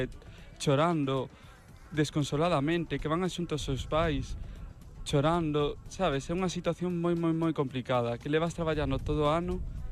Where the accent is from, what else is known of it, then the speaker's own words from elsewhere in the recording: Ribeira, Galicia, Spain; Eu son de Ribeira.